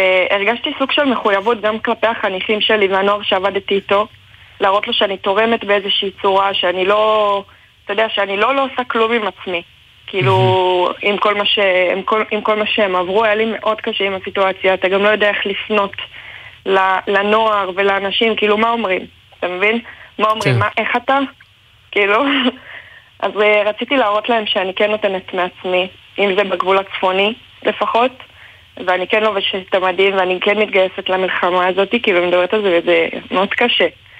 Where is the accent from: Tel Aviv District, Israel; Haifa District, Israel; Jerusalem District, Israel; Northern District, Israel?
Haifa District, Israel; the Krayot; ואז קצת לפני 7 באוקטובר חזרתי בעצם לבית של ההורים, לצפון, לקריות